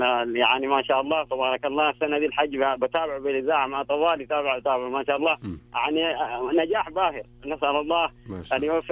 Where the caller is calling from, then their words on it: Arar, Northern Borders, Saudi Arabia; من عرعر معكم.